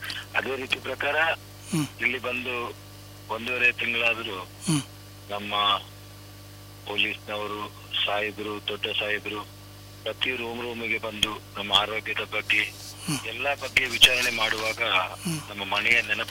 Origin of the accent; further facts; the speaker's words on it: Mangalore, Karnataka, India; moved away as an adult; ನನ್ನ ಊರು ಮೂಲತಃ ಮಂಗಳೂರಿನವರು. ಇಲ್ಲಿಗೆ ಬಂದು ಕಳೆದ ಏಪ್ರಿಲ್ ಇಂದ ಬಂದಿದ್ದೇನೆ. 1.5 ತಿಂಗಳಾಯ್ತು.